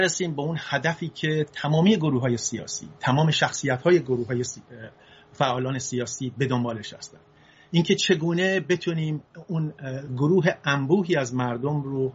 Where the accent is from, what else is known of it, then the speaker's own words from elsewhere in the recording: Isfahan, Iran; also born or lived in Fasa; من تو سال 1337 در شهر فحصا متولد شدم، یکی از شهرهای استان فارس. پدرم کارمند بانک بود و بعد از یکی دو سالم شد رفت تهران.